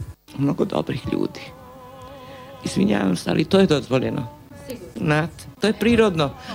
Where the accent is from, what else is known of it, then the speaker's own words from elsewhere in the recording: Belgrade, Serbia; also born or lived in Sarajevo; Ja sam tako slušala kao dete u Beogradu. Možda vam nisam rekla, ja sam tu se rodila u Beogradu.